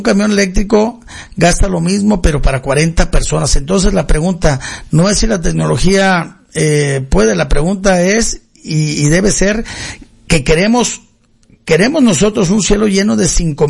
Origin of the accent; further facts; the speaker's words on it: Mexico; Y nosotros como mexicanos, ¿cuál es nuestra expectativa en este segmento, en este sector?